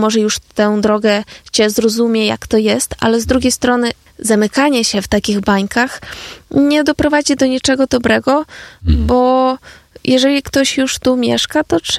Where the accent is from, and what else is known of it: Ukraine; Polish is a second language; moved away as an adult; now in Poland